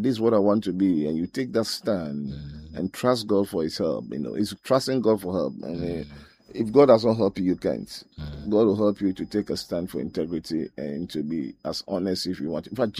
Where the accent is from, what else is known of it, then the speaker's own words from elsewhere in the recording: Accra, Greater Accra, Ghana; born there; I was born in Accra in 1958.